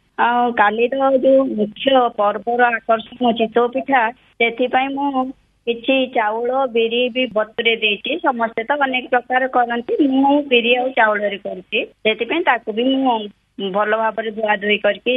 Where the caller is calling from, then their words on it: Jeypore, Odisha, India; ମୁଁ ଜୟପୁରରୁ କହୁଛି